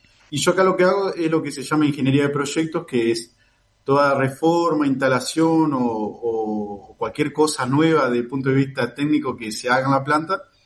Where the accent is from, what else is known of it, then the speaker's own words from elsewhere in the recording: Paraná, Entre Ríos, Argentina; moved away as an adult; now in Crespo, Argentina; yo soy oriundo de Paraná, pero las vueltas de la vida, yo nací en Crespo por una condición de que mi vieja tenía el médico que la atendía acá en Crespo. Entonces yo nací en Crespo, pero enseguida me fui a Paraná, ¿no? Yo no conocía a Crespo y las vueltas de la vida salió una oportunidad laboral y bueno, volví a estos lados